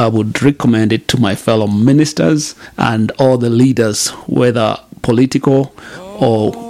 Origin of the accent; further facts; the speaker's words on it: Nakuru, Nakuru County, Kenya; now in Atlanta, United States; I am located in the city of Atlanta, but I'm originally from Nakuru.